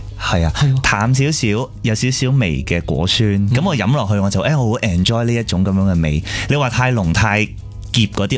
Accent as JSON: {"language": "Cantonese", "country": "Hong Kong", "said": "我哋香港人"}